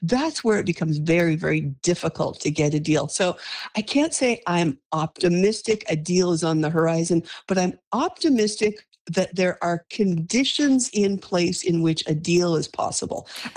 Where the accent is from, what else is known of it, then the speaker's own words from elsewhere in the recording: Canada; now in United States; I'm a Canadian living in the United States.